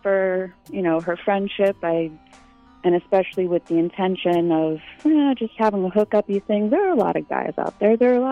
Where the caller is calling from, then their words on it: New York, United States; I'm calling from New York.